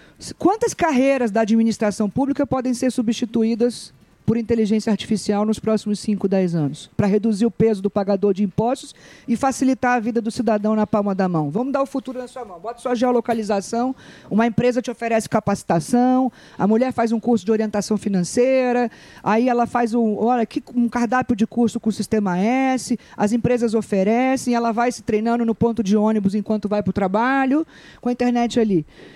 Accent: Brazil; Eu sou brasileiro e não desisto nunca.

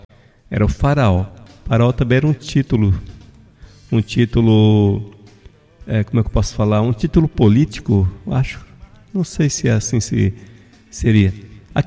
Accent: Brazil; nascemos no Brasil

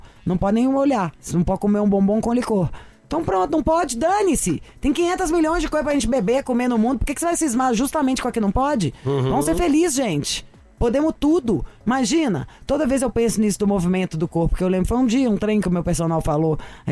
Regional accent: Minas Gerais, Brazil; Sou de Minas, onde se bebe demais.

